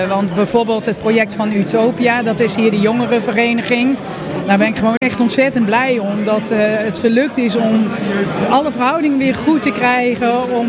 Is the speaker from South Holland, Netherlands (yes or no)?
yes; Leiden, South Holland, Netherlands; Maar ik kwam uit Leiden.